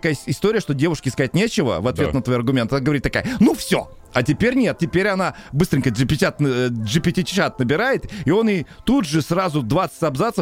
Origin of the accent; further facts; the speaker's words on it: Saint Petersburg, Russia; я из Петербурга.